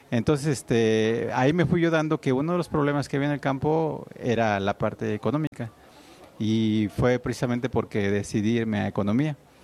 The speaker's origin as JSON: {"language": "Spanish", "region": "Oaxaca", "country": "Mexico", "said": "me regresé porque yo soy de Oaxaca. Entonces me regresé a Oaxaca"}